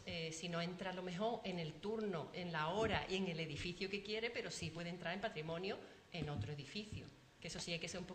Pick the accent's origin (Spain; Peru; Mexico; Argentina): Spain; Rota, Andalusia; Que yo soy de Rota, no soy de Sanlúcar.